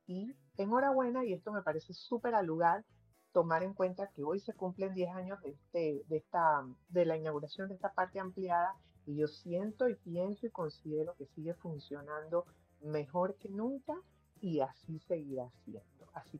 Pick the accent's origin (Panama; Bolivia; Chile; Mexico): Panama; yo, como panameña